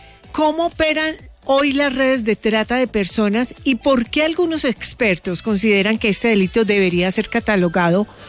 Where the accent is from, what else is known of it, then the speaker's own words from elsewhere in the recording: Eje Cafetero, Colombia; Usted sabe que yo soy del Eje Cafetero.